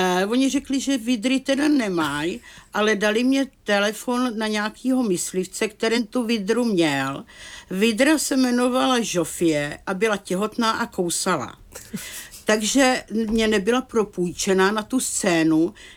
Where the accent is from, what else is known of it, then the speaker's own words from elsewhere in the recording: Hradec Králové, Hradec Králové Region, Czechia; Já pocházím z Hradce Králové.